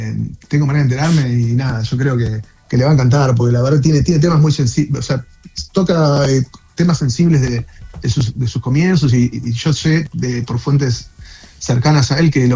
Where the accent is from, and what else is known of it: Argentina